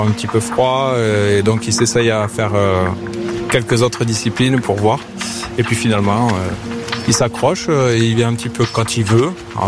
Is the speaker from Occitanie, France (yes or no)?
yes; Toulouse, Occitanie, France; je viens de Toulouse